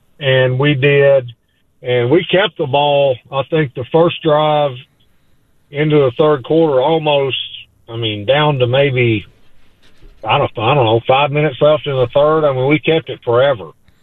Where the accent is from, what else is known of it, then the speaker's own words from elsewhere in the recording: Tennessee, United States; moved away; also born or lived in Arkansas; I'm not from Arkansas, I'm from Tennessee.